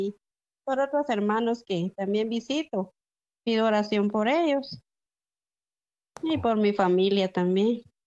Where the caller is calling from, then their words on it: Guatemala City, Guatemala Department, Guatemala; de la ciudad de Guatemala.